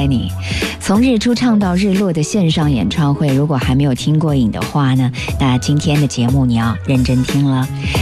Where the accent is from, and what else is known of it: China